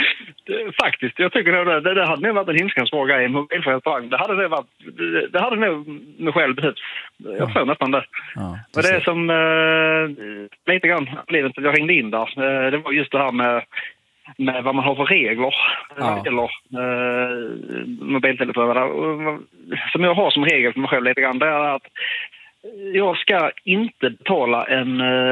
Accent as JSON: {"language": "Swedish", "country": "Sweden", "said": "Det som händer med mig, jag är ju typisk svensk"}